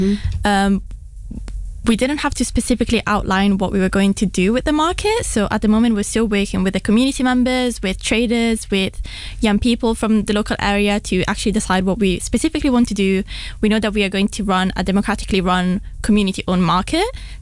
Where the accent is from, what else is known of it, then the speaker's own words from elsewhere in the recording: London, United Kingdom; I was raised in South London.